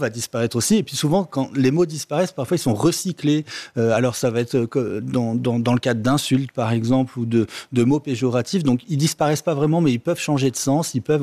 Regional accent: France; moved away as an adult; on est tous les deux français

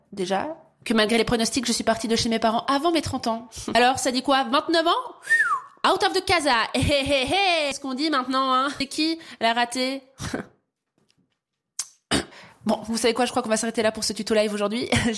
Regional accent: Valais, Switzerland; Ouais, je suis valaisanne! C'est pas de ma faute s'il n'y avait pas beaucoup de mobilité à l'époque.

